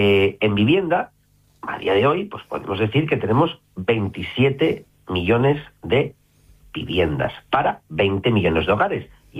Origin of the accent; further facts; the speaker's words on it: Somiedo, Asturias, Spain; born there; mi pueblo Somiedo